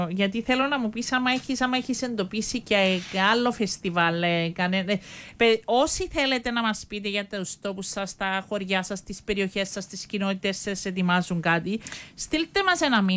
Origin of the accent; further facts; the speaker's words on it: Nicosia, Nicosia District, Cyprus; Εγώ είμαι Λευκοσιάδης